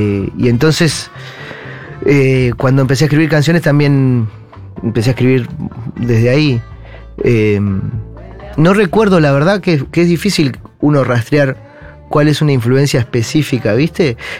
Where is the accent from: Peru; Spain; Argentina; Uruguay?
Argentina; Buenos Aires; born there; yo vivía en Palermo Viejo, uh-huh, que es un barrio de antepasado que quedó enterrado bajo Palermo Hollywood.